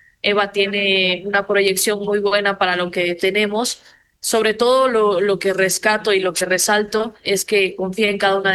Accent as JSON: {"language": "Spanish", "town": "Cuenca", "region": "Azuay", "country": "Ecuador", "tie": "born or raised there", "said": "hablar un poco con gente de mi ciudad natal."}